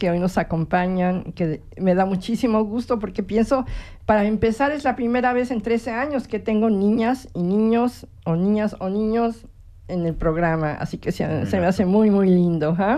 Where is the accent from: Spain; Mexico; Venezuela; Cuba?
Mexico; accent: Mexicanized Spanish; Pero yo hablo un español mexicanizado.